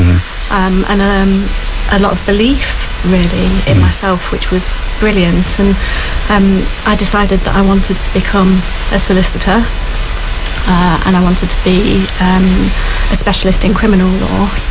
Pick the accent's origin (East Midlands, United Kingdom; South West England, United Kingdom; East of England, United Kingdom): East Midlands, United Kingdom; Ilkeston; I grew up in a very working class family. I grew up in Ilkeston.